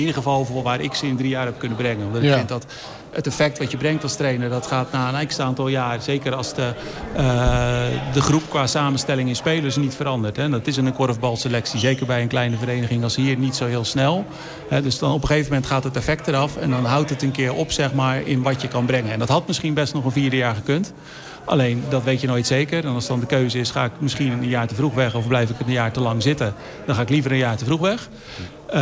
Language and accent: Dutch; Strijen, South Holland, Netherlands; also born or lived in Dordrecht; Ik ben in Dordt geboren in het ziekenhuis, maar ik woon sinds dag 2 zeg maar in Strijen en dan ben ik ook nog nooit weggegaan.